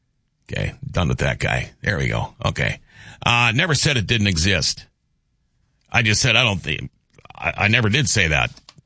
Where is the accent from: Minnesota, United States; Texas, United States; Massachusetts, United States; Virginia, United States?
Minnesota, United States; you know, I'm a Minnesotan. You guys, I think, all know that.